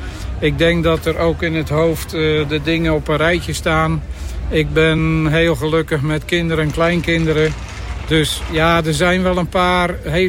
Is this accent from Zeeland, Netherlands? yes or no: yes; Zoutelande, Zeeland, Netherlands; Ik kom uit Zoutelanden en ik ben nog 69, maar ik word dit jaar 70.